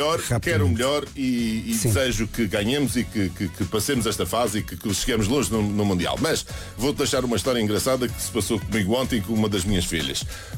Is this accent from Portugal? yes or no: yes; Portugal